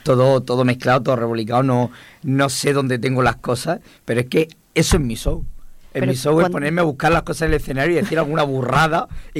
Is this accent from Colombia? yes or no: no; Alicante, Valencian Community, Spain; Pues en mi pueblo, en Alicante, en el escenario con 8 años o por ahí